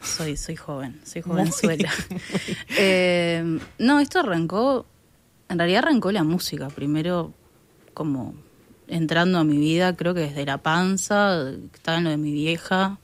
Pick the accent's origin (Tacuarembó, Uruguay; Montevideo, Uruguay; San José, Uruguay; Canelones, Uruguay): Canelones, Uruguay; El Pinar; Yo soy del Pinar